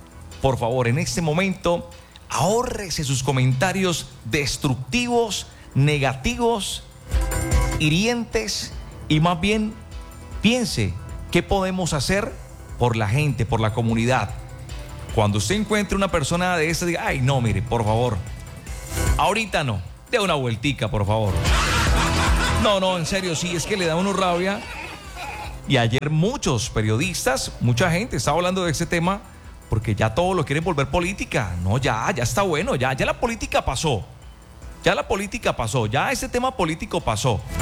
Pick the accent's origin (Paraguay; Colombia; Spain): Colombia